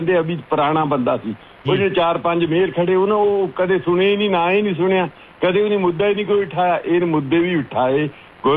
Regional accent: Gunachaur, Punjab, India; now in Canada; ਤੇ ਫਿਰ ਅਸੀਂ ਬੰਗੀ ਪੜ੍ਹਦੇ ਹੁੰਦੇ ਸੀ, ਤੇ ਸਾਡਾ ਪਿੰਡ ਤਾਂ ਗੁਣਾ ਚੌਰ ਸੀ ਇੱਧਰ, ਹੈ ਜੀ ਬੰਗਿਆਂ ਦੇ ਕੋਲ ਹੀ ਆ

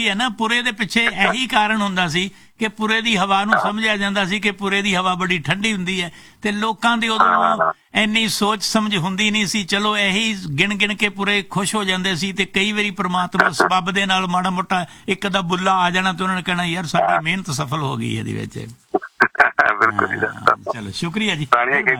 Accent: Punjab, India; ਵੈਸੇ ਮੇਰਾ ਬਚਪਨ ਜਿਹੜਾ ਸਾਰਾ ਉਹ ਬੀਤਿਆ ਮਾਲਵੇ ਚ, 23-24 ਸਾਲ ਦਾ ਮੈਂ ਮਾਲਵੇ ਚ ਸੀ। ਫਿਰ ਜਦੋਂ ਨੌਕਰੀ ਲੱਗੀ ਨਾ ਫਿਰ ਮੈਂ ਮੱਝ ਚ ਆਇਆ ਨੌਕਰੀ।

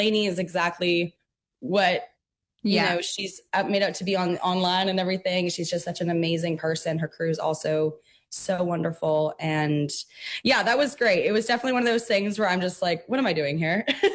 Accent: Abbotsford, British Columbia, Canada; born or raised there

